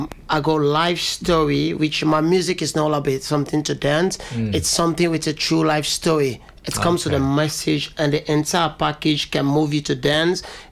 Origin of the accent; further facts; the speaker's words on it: Sierra Leone; moved away; But I'm from Sierra Leone.